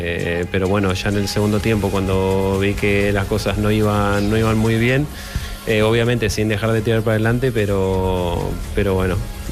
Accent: Argentina; Sí, eso es lo que más me duele, porque como todo argentino soy un gran admirador de Lionel Messi.

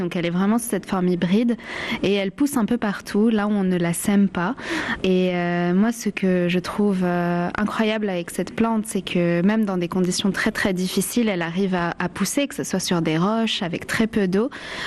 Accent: South Lebanon, Lebanon; born or raised there

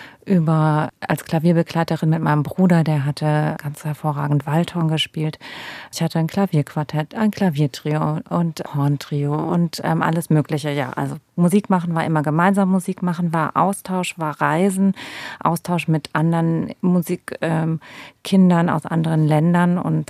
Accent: Heilbronn, Baden-Württemberg, Germany; ich bin ja gebürtige Heilbronnerin

